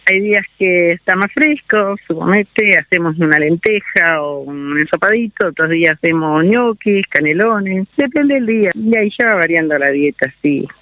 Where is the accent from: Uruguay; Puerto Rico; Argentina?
Uruguay; Rivera; born there; nací en campaña en la Octava de Rivera